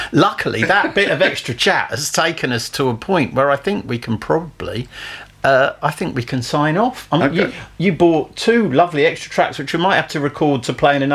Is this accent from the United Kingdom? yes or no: yes; St Leonards-on-Sea, South East England, United Kingdom; at the Piper in St Leonard's. It is my birthday on that day, so you have given me the greatest gift of all by performing in my hometown.